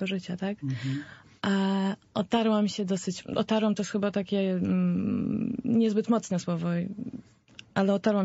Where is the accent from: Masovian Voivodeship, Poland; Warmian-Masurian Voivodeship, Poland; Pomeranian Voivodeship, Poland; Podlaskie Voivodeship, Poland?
Masovian Voivodeship, Poland; Warsaw; Pochodzę z Warszawy. W domu została mi przekazana wiara, natomiast nie żywa wiara, ale taka tradycyjna